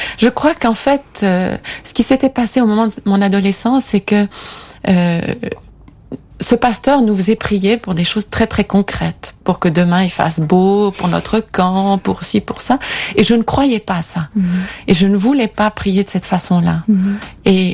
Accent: Nîmes, Occitanie, France; Oui, alors je viens d'une famille protestante de Nîmes

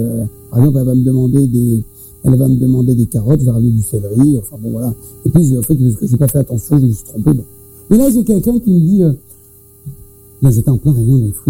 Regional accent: France; ce pays dans lequel je suis né, j'ai grandi.

